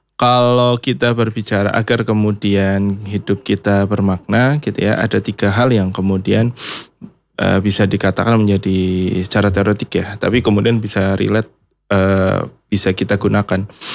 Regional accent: Brebes, Central Java, Indonesia; born there; moved away; saya kan aslinya Brebes ya

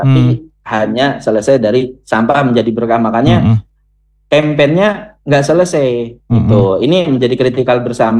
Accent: Central Java, Indonesia; accent: Javanese ngapak; Saya nggak mau ngomong pakai bahasa Inggris, takutnya nanti nggak mudeng juga gitu. Kita wong Jawa Tengah ngomongnya Jawa

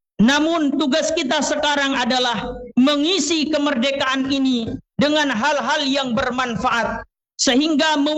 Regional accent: Indonesia; kita orang Timur, orang Indonesia.

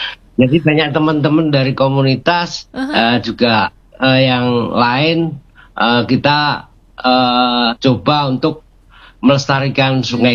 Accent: Indonesia; born there; saya lahir di Desa Tlogorojo, dusun Leter.

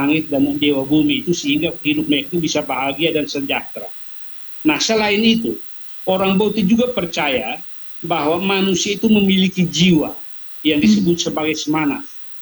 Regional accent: East Nusa Tenggara, Indonesia; kalau kami orang Timur yang berbahasa Dawan, yang walaupun sudah beragama itu, menyebut Tuhan Allah itu dengan istilah Wisneno.

